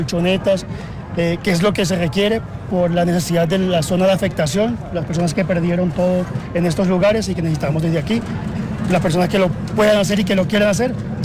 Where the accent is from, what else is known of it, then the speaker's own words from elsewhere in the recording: Colombia; el gran corazón que tenemos como colombianos